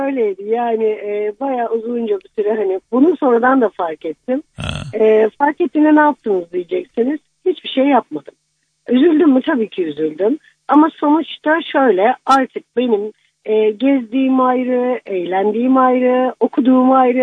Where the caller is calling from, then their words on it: Istanbul, Turkey; İstanbul'dan arıyorum.